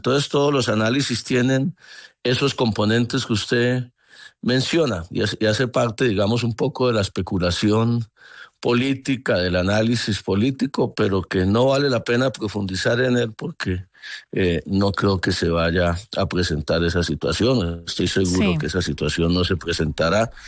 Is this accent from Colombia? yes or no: yes; Colombia; como país, como colombianos